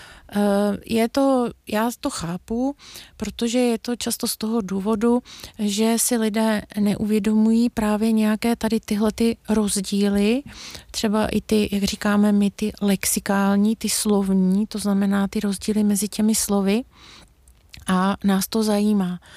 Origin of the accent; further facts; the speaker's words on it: Jindřichův Hradec, South Bohemian Region, Czechia; Já pocházím z Jindřichova Hradce a pro mě to slovo je, řekněme, mám ho ve své slovní zásobě.